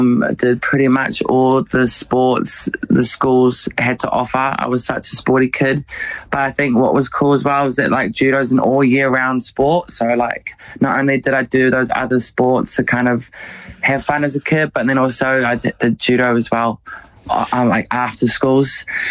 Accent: Gisborne, New Zealand; Yeah, I'm so proud to come from Tairāwhiti, and my growing up in Gizzy, it was simple life.

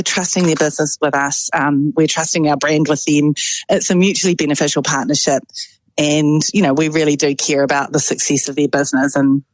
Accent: Tauranga, Bay of Plenty, New Zealand; We did grow up in the country. Okay. I grew up in Kiwi Fruit Orchards. We both grew up on a Kiwi Fruit Orchard. I was in Tauranga and she was in Whakatane.

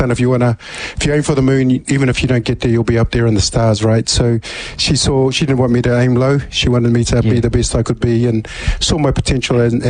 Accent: Auckland, New Zealand; young Polynesians growing up in West Auckland.

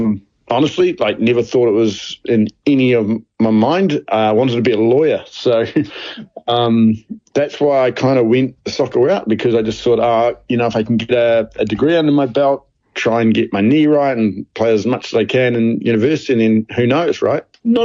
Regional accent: New Zealand; moved away; growing up in New Zealand

